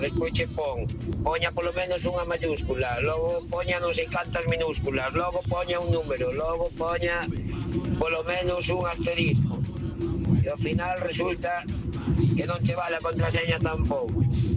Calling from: A Coruña, Galicia, Spain; Bos días, equipo … da Coruña.

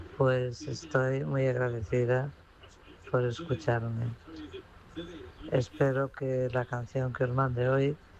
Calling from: Vigo, Galicia, Spain

